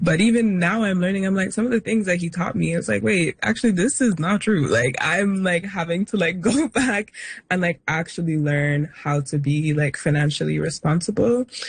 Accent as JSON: {"language": "English", "country": "Jamaica", "said": "I'm Jamaican. I know how to cook Caribbean food."}